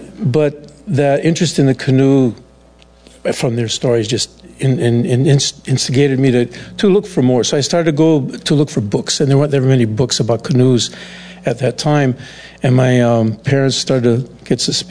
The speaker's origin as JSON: {"language": "English", "town": "Honokaa", "region": "Hawaii", "country": "United States", "tie": "born or raised there", "also_born_or_lived": "Laupahoehoe", "said": "I was born in Lapu'ihoi, but grew up in Honoka'a. And while my last name is Swedish, I was raised in a Portuguese family."}